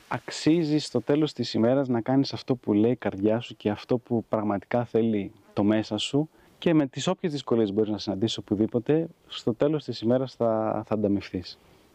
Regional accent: Athens, Attica, Greece; Όχι, δεν είχα χωριό. Μεγάλωσα στο κέντρο τη Αθήνα.

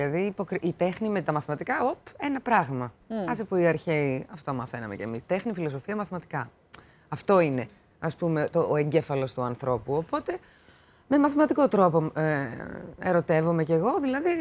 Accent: Drama, Eastern Macedonia and Thrace, Greece; born or raised there; also born or lived in Thessaloniki / Patras; now in Athens, Greece

